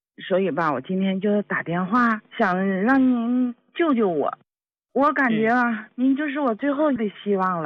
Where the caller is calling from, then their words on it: Heilongjiang, China; 我吧今年是68岁，我是黑龙江人。